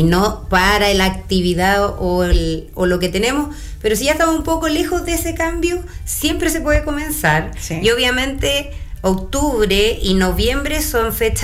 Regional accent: Chile

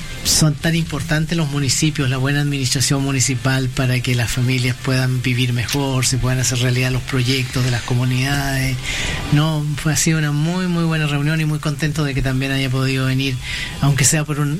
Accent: Temuco, Araucanía, Chile; Somos ambos de la Araucanía. Él es cunquino de Cunco, yo soy de Temuco.

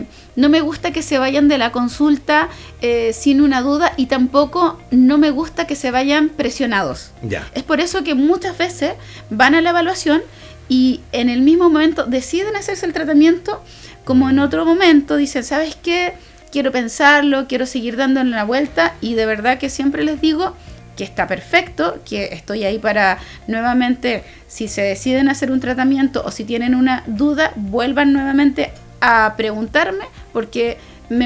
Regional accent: Arica, Arica y Parinacota, Chile; now in Santa Cruz, Chile; Yo soy de Arica y claramente llevo ya 18 años aquí en la región Santa Cruz

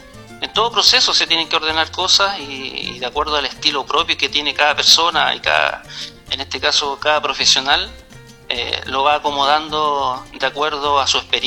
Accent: Huasco Province, Atacama, Chile; also born or lived in Los Andes; Me crié acá, estudié acá y obviamente volví después, posteriormente, de los estudios universitarios que tuvimos después afuera.

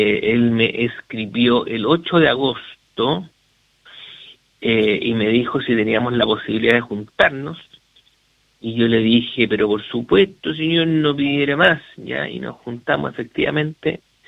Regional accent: Chiguayante, Biobío, Chile; entonces construyó la casa donde yo me crié, en Chipayante, en la calle Manantiales, esquina Higgins

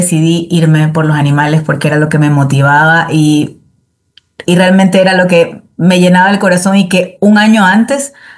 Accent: Guayaquil, Guayas, Ecuador; yo tuve la fortuna de poder crecer frente al río. Inclusive ya más grande teníamos una casa que daba también al río ya en la ciudad, en la parte urbana, pero que se asomaba el gran río Guayas justo a esas casas

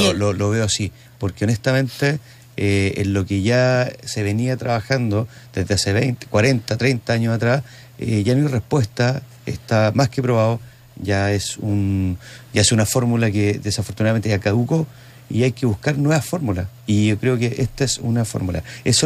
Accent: Concepción, Biobío, Chile; also born or lived in Punta Arenas; Soy penquista, bueno, nací en Punta Arenas, pero desde el año 1 que vivo acá en Concepción.

